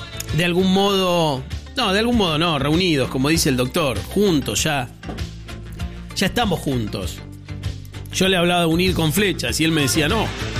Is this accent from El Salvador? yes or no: no; Argentina; como qué chantas que somos los argentinos. También somos Messi.